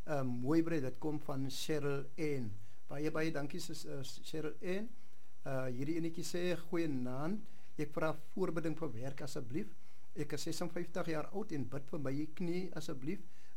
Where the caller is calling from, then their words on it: Wellington, Western Cape, South Africa; Ek is ook ingeskakel uit die Boland in Wellington uit.